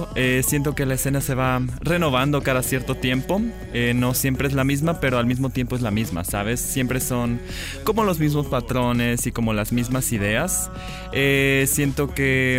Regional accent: Poza Rica, Veracruz, Mexico; born there; now in Xalapa, Mexico; Sí, yo soy nacido en Poza Rica.

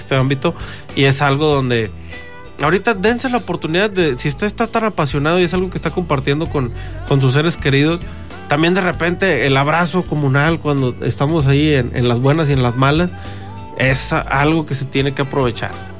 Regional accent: Mexico

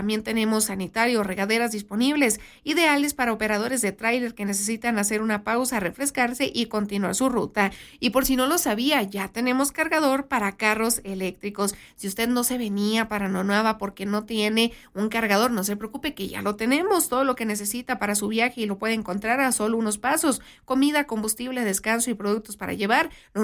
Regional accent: Mexico; todos los días somos mexicanos, nosotros los mexicanos.

